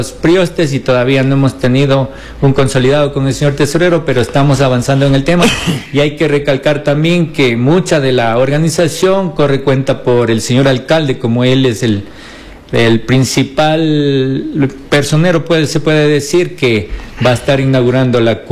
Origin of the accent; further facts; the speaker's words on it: San Vicente, Bolívar, Ecuador; como buenos fiesteros que somos de San Vicente, de toda la provincia de Bolívar y el Ecuador entero